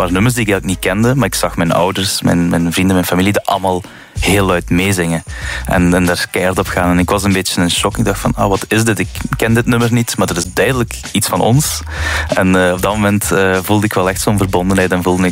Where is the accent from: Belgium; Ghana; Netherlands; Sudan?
Belgium; Maasmechelen, Flanders; moved away; Bij ons in Maasmechelen, IJsden, ook in Genk, Houtalen, Beringen, overal waar ooit mijnwerkers gezeten hebben, daar zit je nu nog steeds de nakomelingen van die eerste generatie.